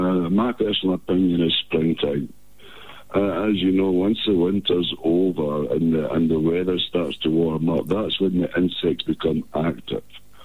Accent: Scotland, United Kingdom; now in Dullstroom, South Africa; I'm actually from Scotland

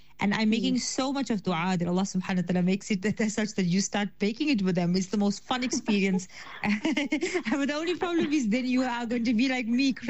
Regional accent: South Africa; as an Indian, you know, our South African culture

